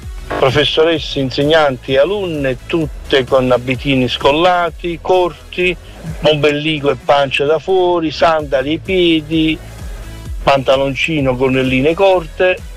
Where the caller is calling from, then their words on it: Caserta, Campania, Italy; da Caserta